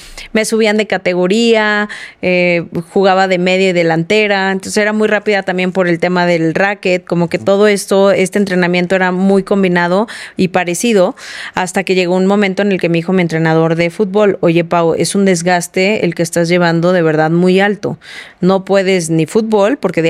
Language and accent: Spanish; San Luis Potosí, Mexico; yo soy originaria de San Luis Potosí